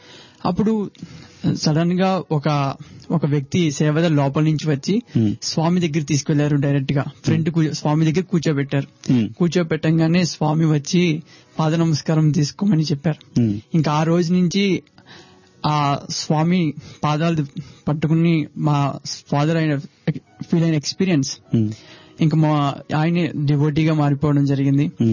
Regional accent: Hanuman Junction, Andhra Pradesh, India; నేను హనుమాన్ జంక్షన్ కృష్ణా జిల్లా నుంచి వచ్చాను.

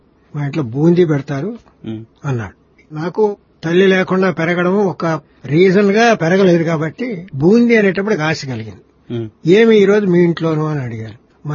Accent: Antarvedipalem, Andhra Pradesh, India; born there; మాది పుట్టిన ఊరు తూర్పుగోదావరి జిల్లా అంతర్వేదిపాలు.

